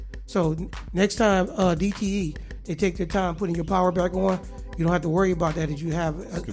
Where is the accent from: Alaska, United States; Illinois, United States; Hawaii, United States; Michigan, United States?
Michigan, United States; Detroit; born there; I was born in Detroit and born on Mars at the same time.